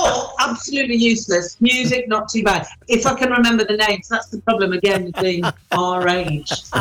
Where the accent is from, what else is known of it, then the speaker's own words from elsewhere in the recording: England, United Kingdom; the building to us as English people was called Salem Chapel.